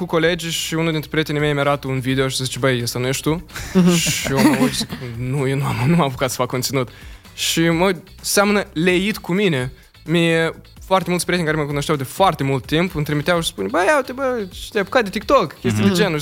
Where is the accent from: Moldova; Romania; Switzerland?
Moldova; eu sunt moldovean.